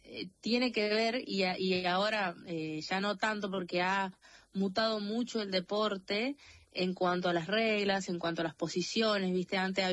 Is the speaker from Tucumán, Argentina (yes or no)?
yes; Tucumán, Argentina; Sí, de Tucumán.